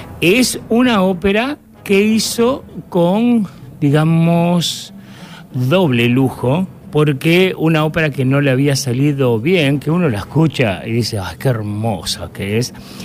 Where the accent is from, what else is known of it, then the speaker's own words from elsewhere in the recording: Chile; Sabes que acá varios oyentes dice, tienen algunas cosas en común y …, que somos chilenas, nada más.